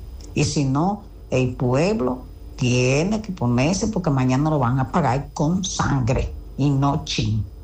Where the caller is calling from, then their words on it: Dominican Republic; nosotros aquí como dominicanos